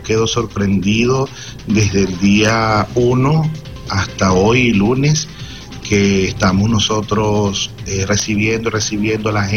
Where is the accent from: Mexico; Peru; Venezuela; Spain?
Venezuela; todo una realidad que vamos a pasar nosotros meses apoyando, ayudándonos como pueblo venezolano.